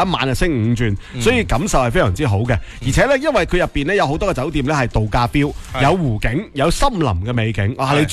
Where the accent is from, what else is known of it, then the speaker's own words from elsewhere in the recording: Guangdong, China; 我哋广东人